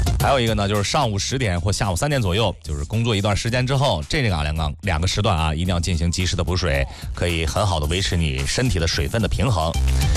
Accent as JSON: {"language": "Chinese", "country": "China", "said": "我们中国人喝冰水呢是比较少的。"}